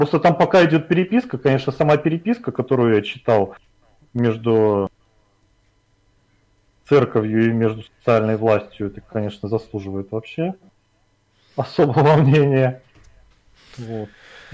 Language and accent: Russian; Murmansk, Murmansk Oblast, Russia; moved away; то есть я из Мурманска давно уехал, но тем не менее я связь поддерживаю.